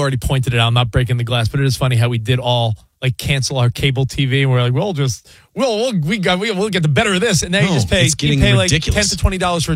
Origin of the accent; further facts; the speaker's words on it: New York, United States; I'm from New York. I knew a Caglioni.